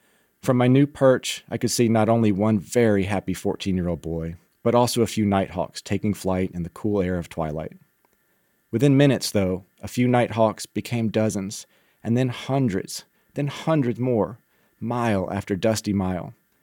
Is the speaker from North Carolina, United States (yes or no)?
no; Alabama, United States; not too far from where I grew up in Alabama.